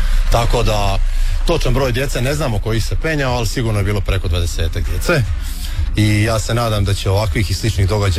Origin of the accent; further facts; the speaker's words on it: Knin, Šibenik-Knin County, Croatia; ovdje kod nas u Kninu